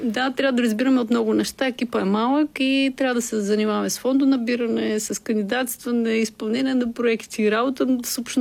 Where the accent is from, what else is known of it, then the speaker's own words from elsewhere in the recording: Veliki Preslav, Shumen Province, Bulgaria; Аз съм родом от Велики Преслав и имам този сантимент още от дете.